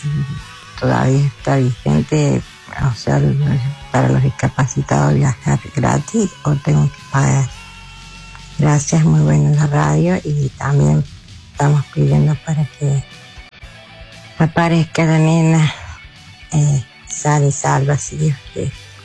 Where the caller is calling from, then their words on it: Argentina; soy de Anfunes